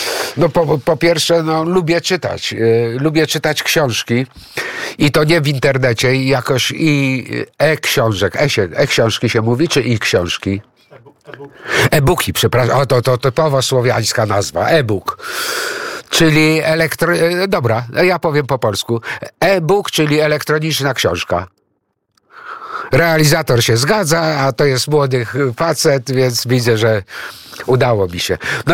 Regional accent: Greece; now in Poland; No, to jest wtedy, kiedy wyzwalaliśmy się, my Grecy, no jak wiecie, jestem Grekiem, wyzwalaliśmy się spod zaboru tureckiego

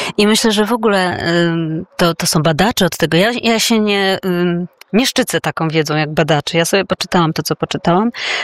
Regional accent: Duszniki-Zdrój, Lower Silesian Voivodeship, Poland; wychowywałam się w Dusznikach Zdroju.

